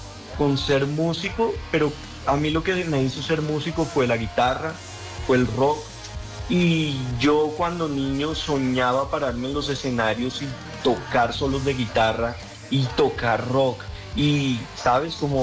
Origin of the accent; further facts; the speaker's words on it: Mexico; born there; also born or lived in Colombia; tanto mi hermano como yo somos nacidos aquí en México, somos mitad mexicanos, mitad colombianos.